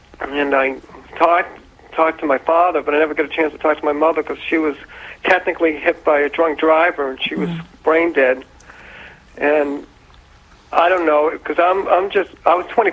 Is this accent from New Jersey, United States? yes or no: no; Boston, Massachusetts, United States; I'm from Boston.